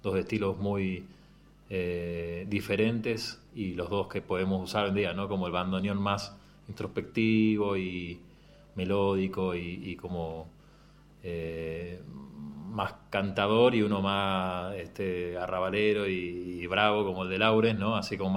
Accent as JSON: {"language": "Spanish", "region": "Buenos Aires", "country": "Argentina", "moved": "yes", "lives_now": "San Luis, Argentina", "said": "yo soy de Buenos Aires, pero vivo en San Luis"}